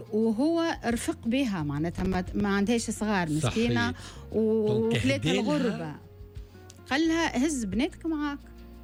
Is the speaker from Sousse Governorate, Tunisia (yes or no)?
no; Monastir, Monastir Governorate, Tunisia; also born or lived in Sfax; بنت المنستير، مولاية المنستير، بابا مسحلين وامي مستيريه، واحنا شدينا الوسط سقانس.